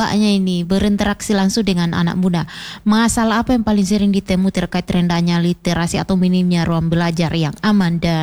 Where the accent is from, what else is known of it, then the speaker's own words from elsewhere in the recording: Majene, West Sulawesi, Indonesia; saya juga orang Majene ya.